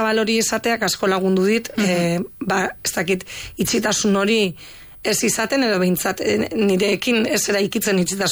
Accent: Muxika, Basque Country, Spain; herrian jaio naiz, herrian bizi izan naiz, baina gure etxetik Bilbora ordu erdi dago bakarrik.

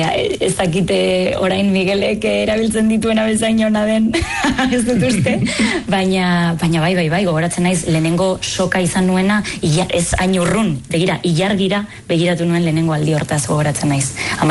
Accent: Bermeo, Basque Country, Spain; ni Bermiotarra naiz

